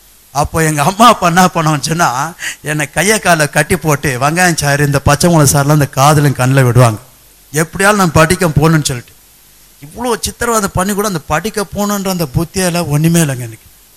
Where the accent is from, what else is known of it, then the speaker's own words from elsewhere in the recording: Chennai, Tamil Nadu, India; இங்க இருக்கிறதான அருகாமல, இங்க எல்லாம் அருகாமல், சிந்தாதிரிப்பட்டு என்ற ஊர்ல தான் நான் பிறந்து வளர்ந்தேன்.